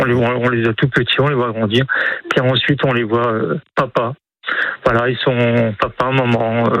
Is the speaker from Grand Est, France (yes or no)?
yes; Troyes, Grand Est, France; Eh bien, c'est ma ville natale, donc c'est Troyes.